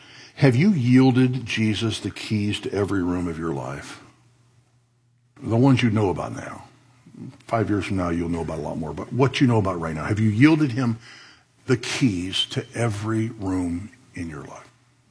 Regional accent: United States; After all, we're American.

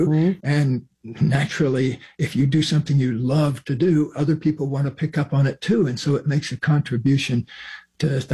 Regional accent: the South, United States; I had the great good fortune of growing up in the South next door to my grandmother

